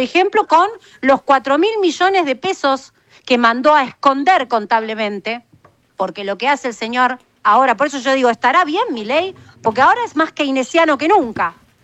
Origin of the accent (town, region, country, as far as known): Argentina